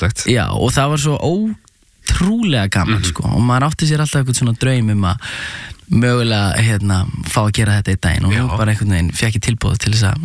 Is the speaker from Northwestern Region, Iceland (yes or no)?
no; Reykjavík, Capital Region, Iceland; ég ólst upp í hérna í Árbænum fyrst í Norlingaholtinu og svo í Ártúninu var ég Árbæðaskóla og hérna var æfa fótbolta með Fylki